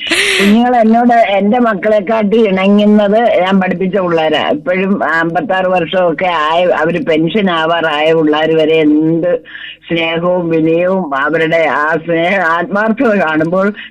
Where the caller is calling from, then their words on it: Kerala, India; കല്ലേലി ഭാഗത്ത് നിന്ന്, എറണാകുളിക്ക് അടുത്താ കല്ലേലി ഭാഗം. കല്ലേലി ഭാഗത്ത് നിന്ന്